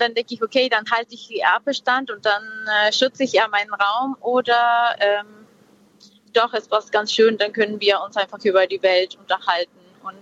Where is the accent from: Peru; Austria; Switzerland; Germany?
Peru; north; komme ursprünglich aus Peru. Ich bin im Norden von Peru aufgewachsen und da gab es sehr viel Natur.